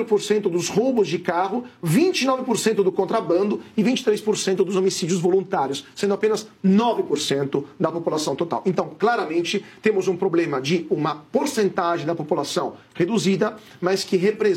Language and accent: Portuguese; Italy; moved away; o meu país, a Itália, né, de onde eu venho